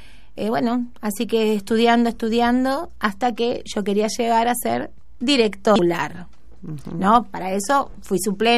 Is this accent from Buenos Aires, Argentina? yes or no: yes; Buenos Aires, Argentina; also born or lived in 25 de Mayo; yo nací en 25 de mayo, pero a los 2 añitos y pico, 3, ya estaba acá, en Buenos Aires con mi mamá y mi papá. O sea, todos somos de allá.